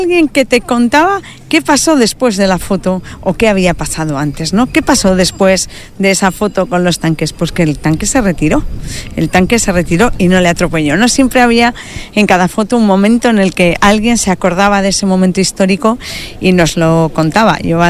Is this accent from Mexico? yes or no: no; Spain; hemos vivido cosas, como españoles y también como miembros del mundo